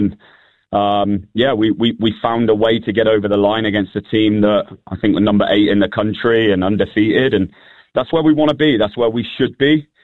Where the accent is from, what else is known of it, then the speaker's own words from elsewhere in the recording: England, United Kingdom; now in Asheville, United States; I'm English